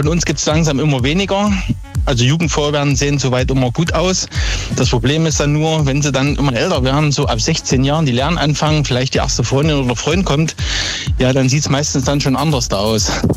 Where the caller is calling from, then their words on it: Großbrembach, Thuringia, Germany; Wir kommen aus Großbrembach.